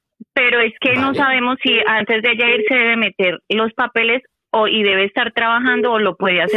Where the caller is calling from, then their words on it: Madrid, Community of Madrid, Spain; adelante, de Madrid.